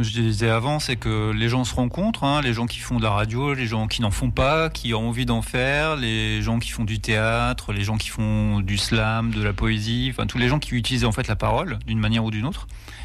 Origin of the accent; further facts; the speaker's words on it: Hauts-de-France, France; de chez nous, dans le Nord, dans Schnorr.